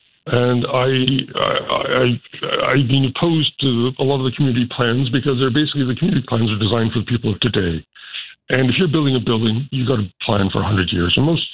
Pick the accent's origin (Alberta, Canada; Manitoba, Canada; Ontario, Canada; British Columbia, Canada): British Columbia, Canada; Victoria; Victoria, born and raised in Victoria, like my father and grandfather.